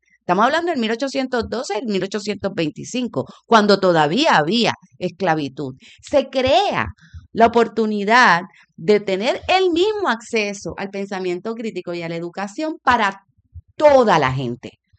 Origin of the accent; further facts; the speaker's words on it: Puerto Rico; muchas veces yo, inclusive por muchos años, sentía que tenía que escoger entre ser puertorriqueña y negra